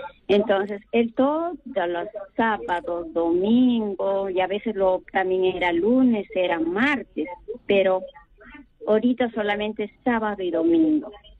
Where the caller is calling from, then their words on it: Chiclayo, Lambayeque, Peru; soy de acá de Chiclayo.